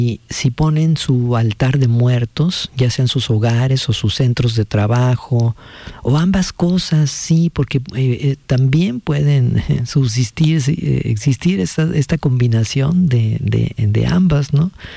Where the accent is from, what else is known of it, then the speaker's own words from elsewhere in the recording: Mexico; para nosotros, sí, como mexicanos